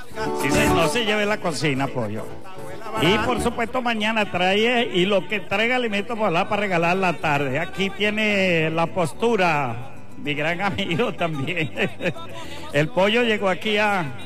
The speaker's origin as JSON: {"language": "Spanish", "country": "Venezuela", "said": "llanera que nos identifica como excelentes venezolanos."}